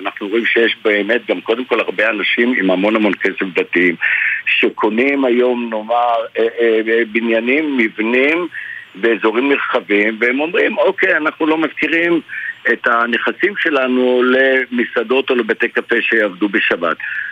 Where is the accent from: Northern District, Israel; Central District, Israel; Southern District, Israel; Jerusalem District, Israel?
Jerusalem District, Israel; Jerusalem; מה שאני רואה וחווה כירושלמי